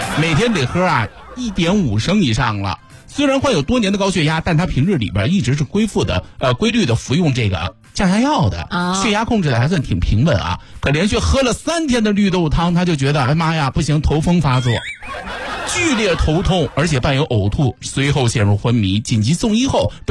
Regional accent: China; 我们中国人

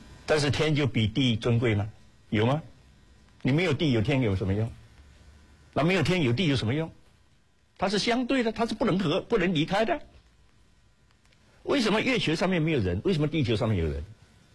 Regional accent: China

